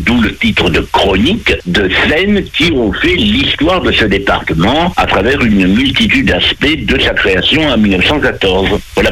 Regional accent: Bordeaux, Nouvelle-Aquitaine, France; moved away; qui n'est pas mon département de naissance, puisque je viens du sud-ouest, singulièrement de la Gironde, et plus particulièrement de Bordeaux

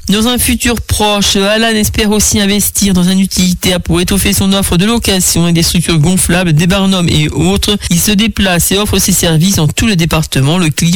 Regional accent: Le Mans, Pays de la Loire, France; Ma première idée était de faire pareil du côté de la Sarthe, puisque je suis originaire du Mans.

